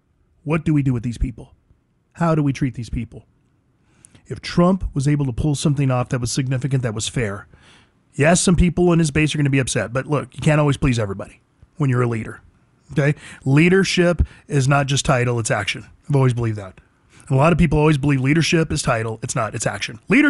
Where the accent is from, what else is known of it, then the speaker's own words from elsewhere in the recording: San Joaquin Valley, California, United States; I come from the San Joaquin Valley, north of Fresno. My dad was a rancher.